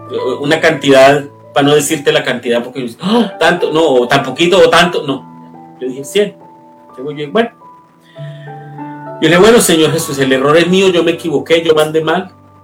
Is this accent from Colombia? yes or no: yes; Colombia; moved away; En mi país, en Colombia, yo soy contador.